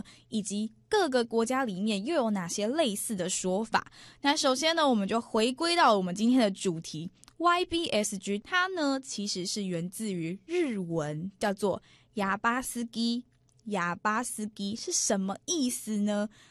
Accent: Taiwan; 跟我们台湾人常常会讲说哇塞这样子的概念有点像。

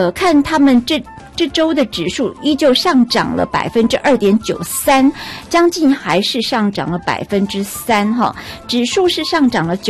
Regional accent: Taiwan; 我们台湾人很有趣。

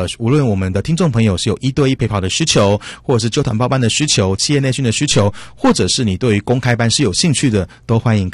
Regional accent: Taiwan; 像我是做行销的，在台湾的英文我们说 marketing， 对不对？

